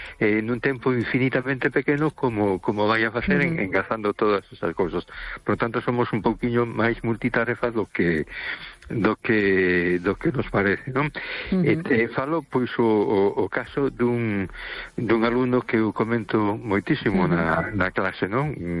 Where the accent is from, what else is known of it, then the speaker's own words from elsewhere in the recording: A Coruña, Galicia, Spain; Hola, boa noite, estás … de Coruña.